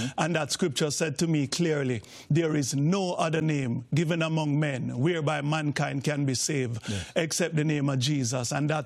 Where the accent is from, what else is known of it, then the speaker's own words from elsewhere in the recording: Jamaica; growing up in Jamaica, Christianity is the primary or the dominant religion there.